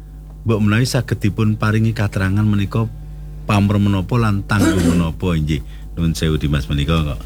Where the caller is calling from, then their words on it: Jetis, Special Region of Yogyakarta, Indonesia; Salajengipun … saking Jetis Bantul.